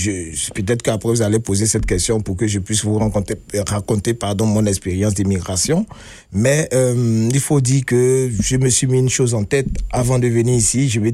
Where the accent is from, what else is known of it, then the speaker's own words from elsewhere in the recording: Bongouanou, Lacs, Côte d’Ivoire; moved away as an adult; now in Manitoba, Canada; Je suis originaire de la Côte d'Ivoire, comme vous l'avez dit tantôt. Je suis Agni. Nous sommes le peuple qui vient du Moronou. Voilà, je viens de Bongouanou.